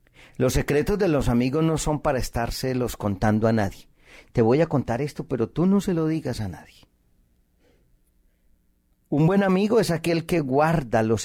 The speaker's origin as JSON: {"language": "Spanish", "country": "Colombia", "said": "Inclusive, en mi país, Colombia, hay un programa hecho por unos hombres"}